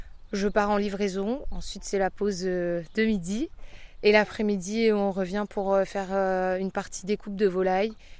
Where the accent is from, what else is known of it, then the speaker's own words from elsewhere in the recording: France; on est français